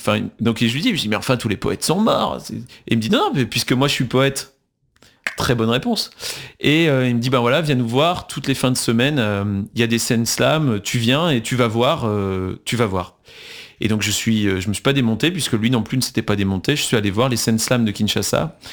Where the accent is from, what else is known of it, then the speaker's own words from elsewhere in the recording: Ambert, Auvergne-Rhône-Alpes, France; Je viens du pays de la Fourme.